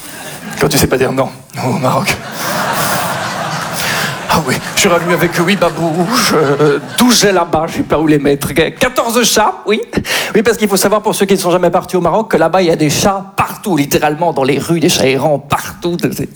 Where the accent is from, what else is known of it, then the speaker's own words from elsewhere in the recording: Belgium; Pour ceux qui ne me connaissent pas, voilà … je suis belge.